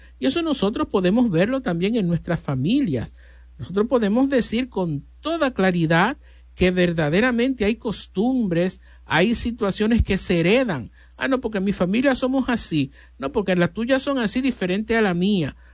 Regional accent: Dominican Republic; nosotros mismos también, como dominicanos

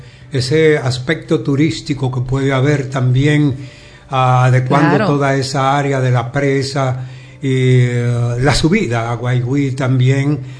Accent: La Vega, Dominican Republic; Como vegano, como dominicano

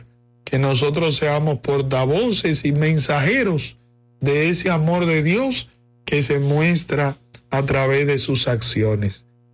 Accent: Tamboril, Santiago, Dominican Republic; Soy de allá de Tamboril. Específicamente yo soy de un campo de Carlos Díaz.

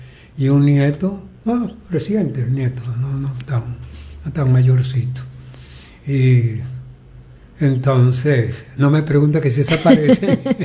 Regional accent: Dominican Republic; Yo soy dominicano. Y la gran mayoría, de los, por no decirlo todo, todos los dominicanos somos alegres

